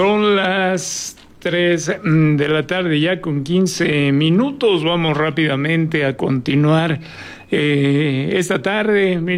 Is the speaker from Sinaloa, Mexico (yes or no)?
no; Durango, Mexico; Estos somos los duranguenses.